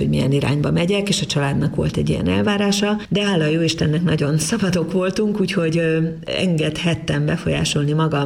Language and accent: Hungarian; Debrecen, Hajdú-Bihar, Hungary; Ó, igen, hát én debreceni vagyok